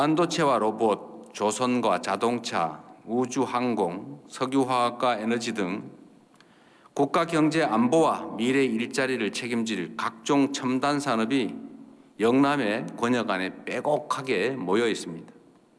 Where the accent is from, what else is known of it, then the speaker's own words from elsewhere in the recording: North Gyeongsang, South Korea; 제 고향이기도 한데 경상북도